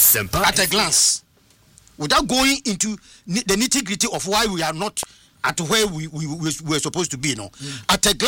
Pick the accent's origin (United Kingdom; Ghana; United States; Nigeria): Ghana; a team you soon as a Ghanaian, as a football person.